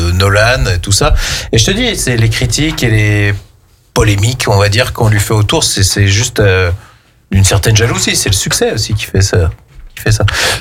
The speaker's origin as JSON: {"language": "French", "country": "France", "said": "chez nous, en France"}